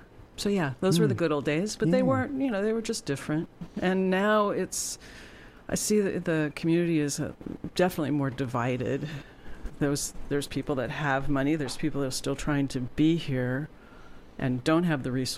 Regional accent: Los Angeles, California, United States; So I grew up in Los Angeles. I am the daughter of an editor at the LA Times.

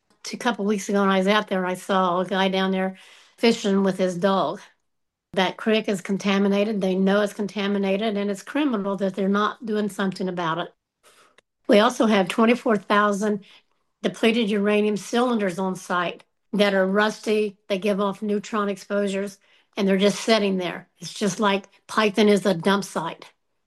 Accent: Appalachia, United States; We're good workers. That's all we know. We're Appalachian people, and we work and we take care of our own.

